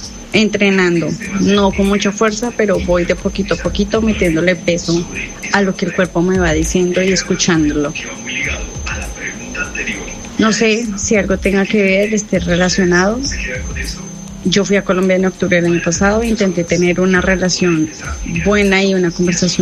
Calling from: Spain; vivo en España.

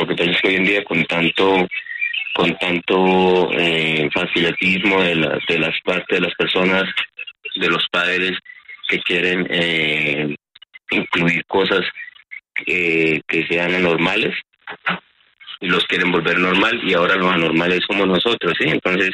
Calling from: Bucaramanga, Santander, Colombia; Desde la ciudad de Bucaramanga.

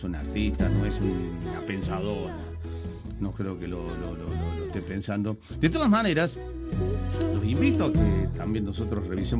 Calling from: Bell Ville, Córdoba, Argentina; de Belville, loco.

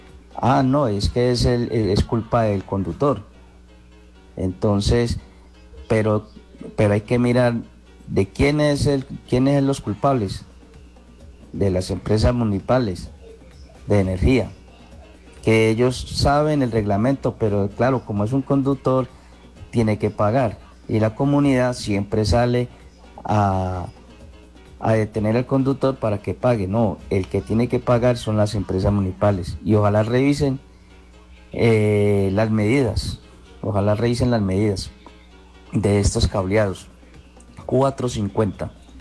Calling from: Cartago, Valle del Cauca, Colombia; Y aquí en Cartago hay muchas partes que no lo tienen.

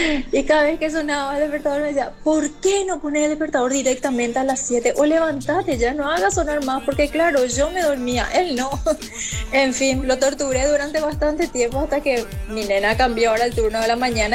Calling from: Luque, Central, Paraguay; soy de Luque.

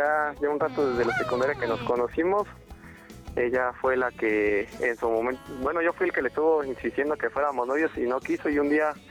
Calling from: Mexico City, Mexico; De aquí, de Azcapotzalco

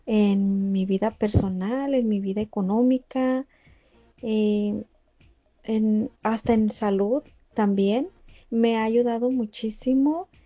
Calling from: Tijuana, Baja California, Mexico; Yo vivo en Tijuana

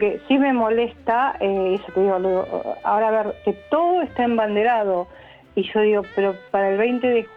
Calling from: Argentina; como Argentina, como país, como sociedad, como gente empática, no hay en todos lados.

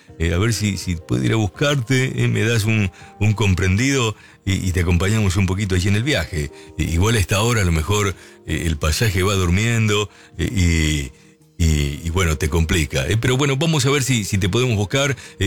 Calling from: Florencio Varela, Buenos Aires Province, Argentina; Buenos días, Oscar … de Florencio Varela.

